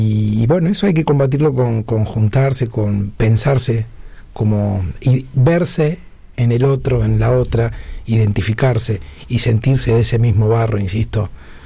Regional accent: Rosario, Santa Fe, Argentina; now in Buenos Aires, Argentina

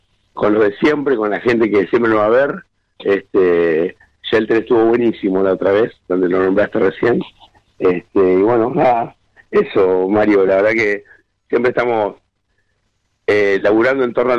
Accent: Neuquén, Argentina; además de ser … somos de Neuquén, y eso, bueno, enaltece un montón de cosas.

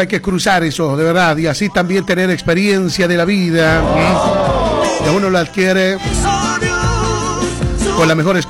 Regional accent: Bolivia; moved away; todos somos bolivianos y estamos lejos de nuestro querido país.

